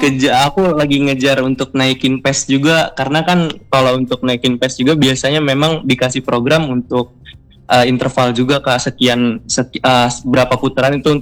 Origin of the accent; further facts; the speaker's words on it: Bekasi, West Java, Indonesia; born there; also born or lived in Bandung; Aku sebenarnya aslinya tuh Bekasi, cuman memang waktu itu aku sempat lama juga di Bandung